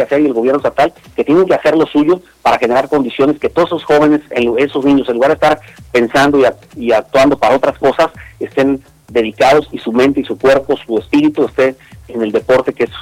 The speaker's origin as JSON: {"language": "Spanish", "country": "Mexico", "lives_now": "Colima, Mexico", "said": "para nosotros como mexicanos"}